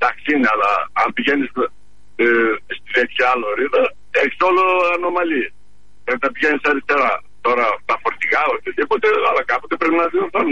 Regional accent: Greece; now in Germany; Εγώ δεν είμαι Γερμανός. Εγώ είμαι Έλληνας. Εγώ για την Ελλάδα ενδιαφέρομαι.

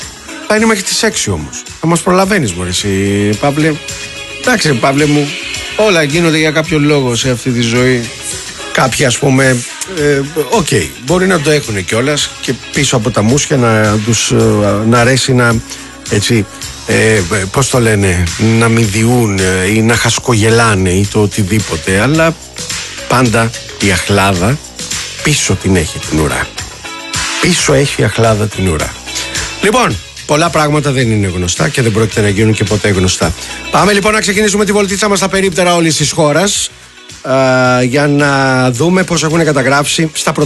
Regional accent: Molaoi, Peloponnese, Greece; στο χωριό μου στους Μολάους.

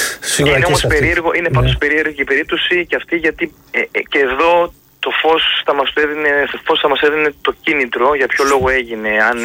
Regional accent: Greece

